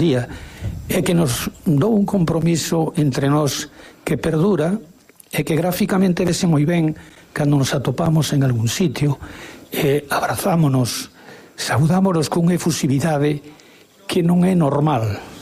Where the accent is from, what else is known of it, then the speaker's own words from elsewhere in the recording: Picota, Galicia, Spain; Todos aqueles rapaces, que nos fomos máis de 20, 25 como moito, pois vimos a evolución da Picota desde aquel grupiño de casas espalladas pola carretera da Serra de Outes